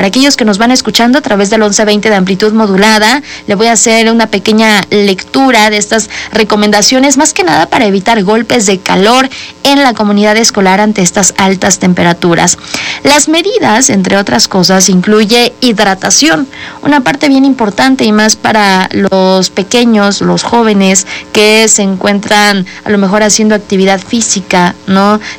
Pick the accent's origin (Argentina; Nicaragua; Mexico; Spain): Mexico; Puebla; siendo poblanas y poblanos